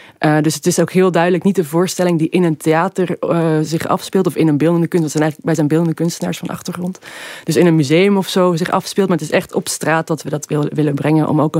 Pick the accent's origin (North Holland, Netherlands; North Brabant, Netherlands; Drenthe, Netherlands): North Holland, Netherlands; Amsterdam; now in Brussels, Belgium; ik kom uit Amsterdam en woon in Brussel.